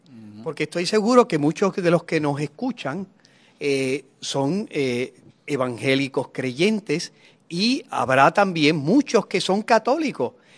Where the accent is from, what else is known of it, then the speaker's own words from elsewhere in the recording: Puerto Rico; como creyente, como puertorriqueño, como país.